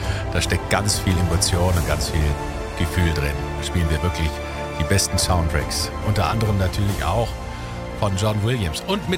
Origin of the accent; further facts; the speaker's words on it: Munich, Bavaria, Germany; born there; Wir lieben München. Ich bin in München geboren.